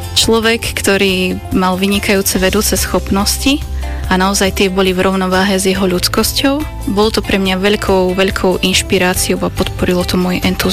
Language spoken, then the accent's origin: Slovak; Beňuš, Banská Bystrica Region, Slovakia; moved away; also born or lived in Brezno; mohla som tu prežiť to najšťastnejšie detstvo. V podstate základnú školu som absolvovala u nás v dedine, v Beňuši. Neskôr som pokračovala štúdium na gymnáziu.